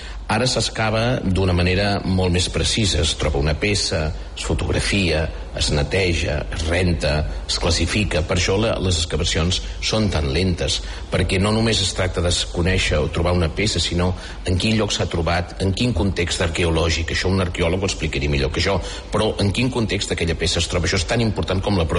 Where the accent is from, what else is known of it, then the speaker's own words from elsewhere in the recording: Catalonia, Spain; perquè els catalans som fills de Grècia, de Grècia, de Roma i de Jerusalem, també.